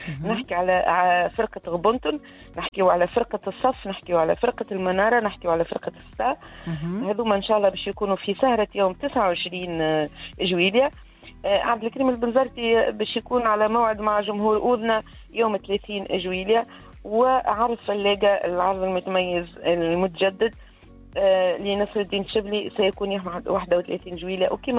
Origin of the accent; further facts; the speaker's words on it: Tunisia; احنا كشعب تونسي منفتحين